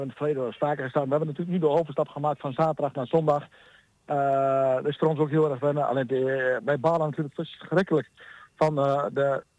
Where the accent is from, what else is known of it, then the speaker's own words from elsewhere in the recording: Oene, Gelderland, Netherlands; moved away; Ik kom zelf oorspronkelijk uit Oenen.